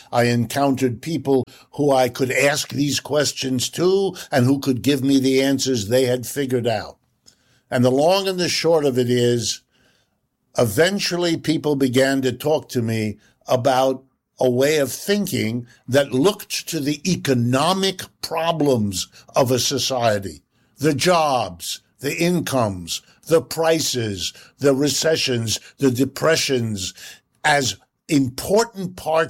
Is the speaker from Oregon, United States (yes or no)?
no; Ohio, United States; born there; first language German; English is a second language; My first language is German. My second language is French. And I learned English only when they dropped me into kindergarten here in the United States. I was born to my refugee parents in Ohio